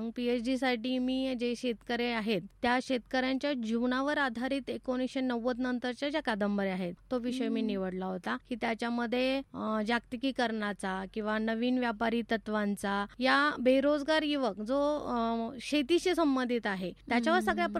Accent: Pathardi, Maharashtra, India; आता मी पाथर्डी तालुक्यातले, तो भाग खरं तर खूपच दुष्काळी, म्हणजे पाण्याच्या दृष्टीने खूप हालाकीचे दिवस तिथे निघतात.

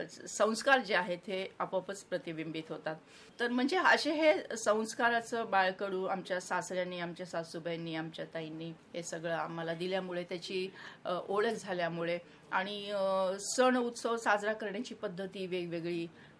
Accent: Maharashtra, India; आमचं माहेर म्हणजे आम्ही महाराष्ट्रीयन आणि सासर सगळं राजस्थानी

